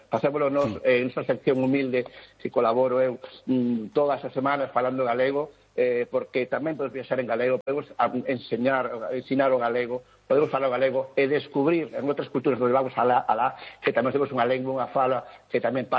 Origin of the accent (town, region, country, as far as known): Galicia, Spain